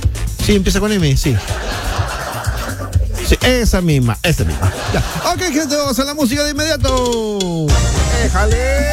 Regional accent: Chile

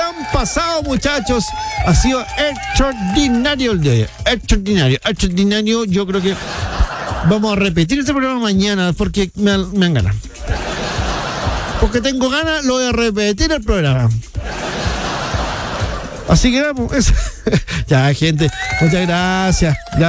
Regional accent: Chile; obviamente soy chileno

